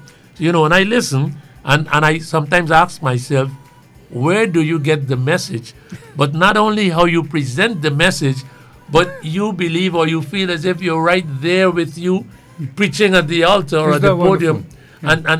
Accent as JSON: {"language": "English", "town": "Georgetown", "region": "Demerara-Mahaica", "country": "Guyana", "tie": "born there", "said": "I was born in Kitty."}